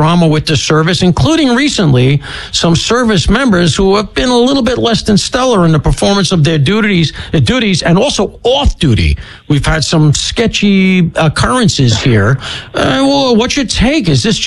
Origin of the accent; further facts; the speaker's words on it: Brooklyn, New York, United States; I was born in Flatbush, spent a lot of my childhood in Brooklyn.